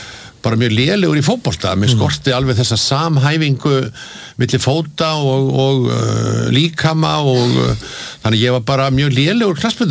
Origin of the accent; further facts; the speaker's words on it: Reykjavík, Capital Region, Iceland; Já, ég sko alveg upp í Laugarneskverfinu og, og, og hérna bjóð þar þegar ég var ungur maður